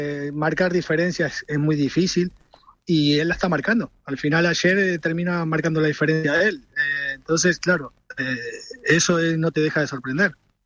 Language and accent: Spanish; Argentina; la verdad, como argentinos a nosotros nos ilusiona muchísimo